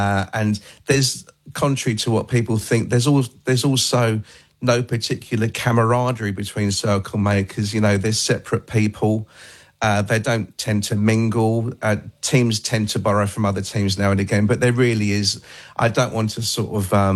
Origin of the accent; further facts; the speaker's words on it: England, United Kingdom; That made me feel really at home as an Englishman.